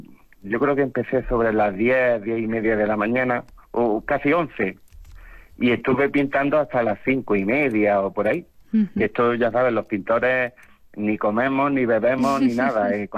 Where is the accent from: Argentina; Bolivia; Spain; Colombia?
Spain; Maracena, Andalusia; now in Albolote, Spain; yo nací en Maracena, aunque vivo en Albolote.